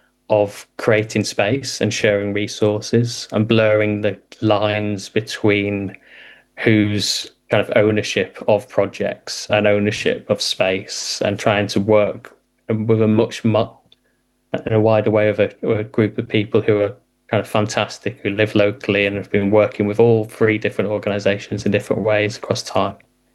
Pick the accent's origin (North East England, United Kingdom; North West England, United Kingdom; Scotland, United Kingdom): North West England, United Kingdom; I'm originally from Lancashire as well, so kind of my art's kind of taken me all around the country, but it's kind of really nice to kind of land back in to kind of the place I grew up in as well